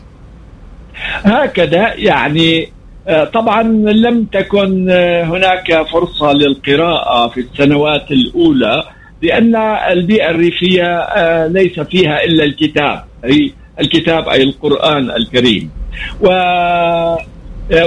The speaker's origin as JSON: {"language": "Arabic", "region": "Latakia Governorate", "country": "Syria", "tie": "born or raised there", "also_born_or_lived": "Jableh / Damascus", "said": "نزلت إلى جبلة وأنا في 13 من عمري، مدينة تبعد عن قريتنا 40 كيلومتر، وهناك يعني تعرفت على السينما"}